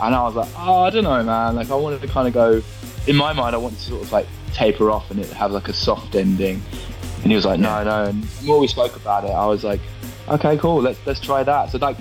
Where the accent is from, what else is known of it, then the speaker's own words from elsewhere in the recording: United Kingdom; accent: British; my accent comes out without me trying to. So I can understand the sort of, like, British-ness in there.